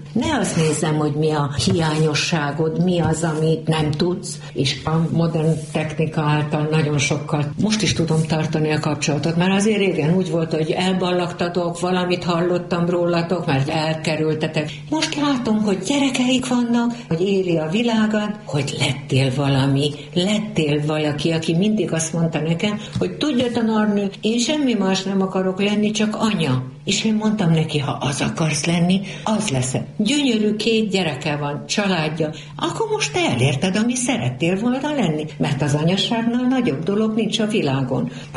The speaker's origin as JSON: {"language": "Hungarian", "country": "Hungary", "said": "Ízig, vérig palócnak mondom magam."}